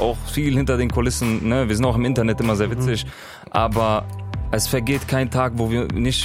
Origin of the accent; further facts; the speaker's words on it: Germany; wir kommen beide aus dem Kosovo, wir sind Albaner. Und aber dennoch sind wir hier geboren, wir denken deutsch, wir träumen deutsch